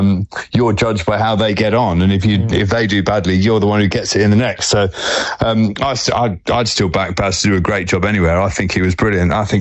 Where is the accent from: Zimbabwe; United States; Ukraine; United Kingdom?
United Kingdom; England; As English, we're brilliant at doing that. We put people on pedestals, then absolutely hack them down.